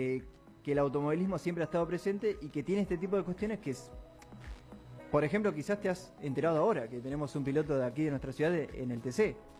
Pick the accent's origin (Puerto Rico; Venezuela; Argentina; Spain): Argentina